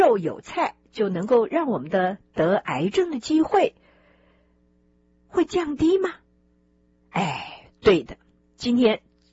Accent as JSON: {"language": "Chinese", "country": "China", "said": "这个我们中国人喜欢吃的香肠"}